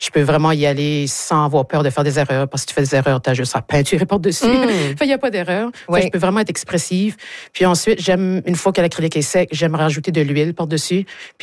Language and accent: French; Shippagan, New Brunswick, Canada; moved away as an adult; now in Moncton, Canada; Moi, je suis originaire de Chipagan.